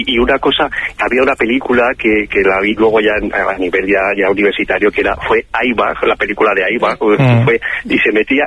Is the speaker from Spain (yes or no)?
yes; Tórtoles de Esgueva, Castile and León, Spain; now in Alcalá, Spain; Mira, estoy en Alcalá, es un culebrón ya en sí, pero yo soy de Tórtola de Guevara, de Burgos, y te mando un saludo de nuestra tierrilla.